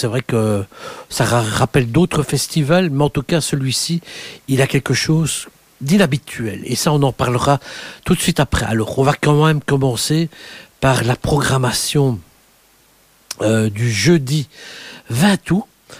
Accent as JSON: {"language": "French", "country": "Belgium", "said": "chez nous en Belgique"}